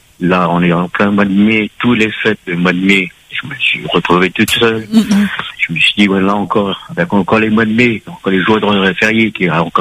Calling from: Le Tampon, Réunion; j'habite au 17e kilomètre, j'habite au Tampon.

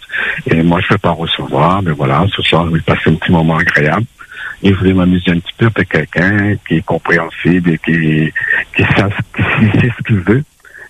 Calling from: east, Réunion; je suis de l'Est et je vais passer notre rencontre ce soir. De préférence, je recherche un mec pour ce soir. Ce soir ou demain soir, voilà, moi je suis dans l'Est.

